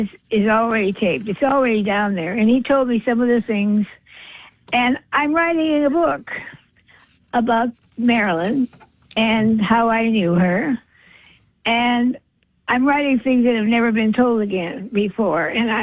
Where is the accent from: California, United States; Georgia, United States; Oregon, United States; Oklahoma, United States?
California, United States; Hollywood; the two of us, we were raised in Hollywood, you know. We were growing up around that all there.